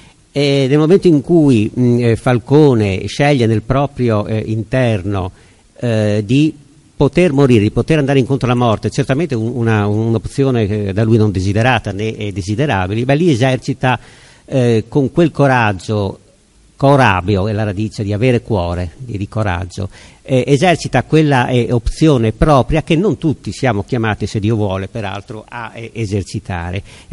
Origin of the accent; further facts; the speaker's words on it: Friuli-Venezia Giulia, Italy; io vengo dal Friuli, vengo dai confini dell'Impero